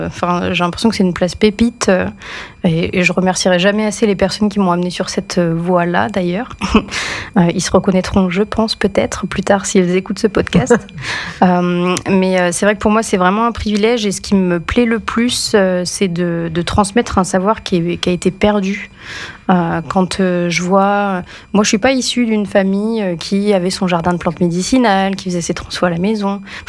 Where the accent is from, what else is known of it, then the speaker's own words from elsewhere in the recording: Grand Est, France; accent: Ardennes; now in Drôme, France; je suis pas originaire de la Drôme du tout. Peut-être certains reconnaîtront mon accent ardennais